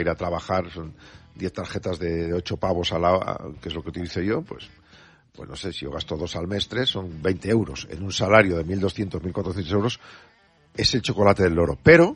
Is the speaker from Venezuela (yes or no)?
no; Spain; Eso es una cosa tremenda, como somos los españoles.